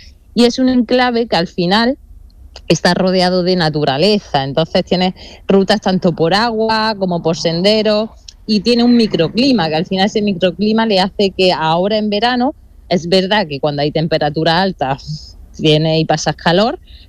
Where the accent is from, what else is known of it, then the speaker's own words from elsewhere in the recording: Dúrcal, Andalusia, Spain; yo soy de un pueblo, soy de Durcal, de Granada, del Valle del Lecrín, y mis padres tenían casa rural